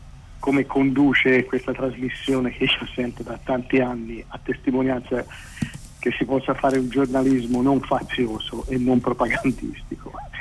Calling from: Pisa, Tuscany, Italy; Buongiorno

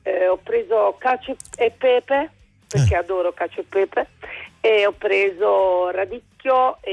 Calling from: Bari, Apulia, Italy; io sono di Bari

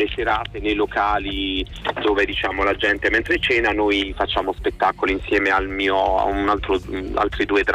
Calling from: Bari, Apulia, Italy; io sono di Bari … sono una drag queen pugliese

